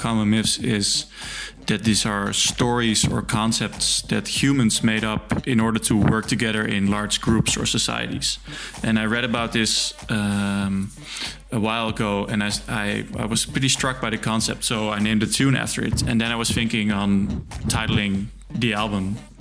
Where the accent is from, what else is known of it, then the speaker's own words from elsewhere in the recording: Deventer, Overijssel, Netherlands; And then I got a teacher at the music school in my hometown, Deventer, named Johan Vermeijen.